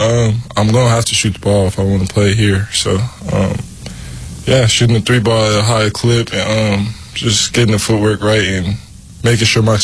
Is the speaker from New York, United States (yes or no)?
no; Las Vegas, Nevada, United States; Yeah, I was born and raised in Vegas, yeah. I grew up around, like, sports, honestly.